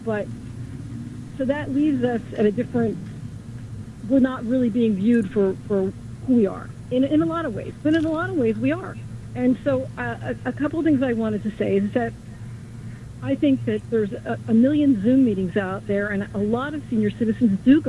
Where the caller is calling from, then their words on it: New York City, New York, United States; I live in East Harlem.